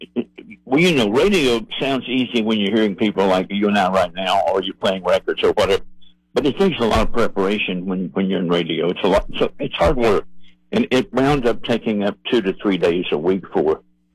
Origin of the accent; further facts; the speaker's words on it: Tennessee, United States; Born and raised in Tennessee. Yes, I was.